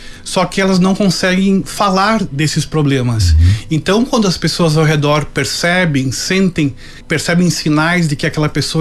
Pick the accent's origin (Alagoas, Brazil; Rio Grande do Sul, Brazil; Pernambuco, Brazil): Rio Grande do Sul, Brazil; Roca Sales; now in Lajeado, Brazil; Sou natural de Roca Salles, meu pai é de lá, né? … Com muito orgulho e atualmente resido em Lajeado, né?